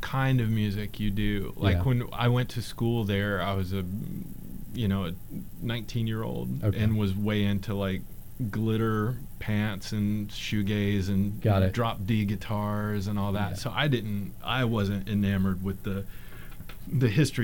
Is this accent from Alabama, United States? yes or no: yes; Alabama, United States; also born or lived in Mississippi; Yeah, I mean, I was born in Mississippi, raised in Alabama, very southern born and bred, that kind of thing.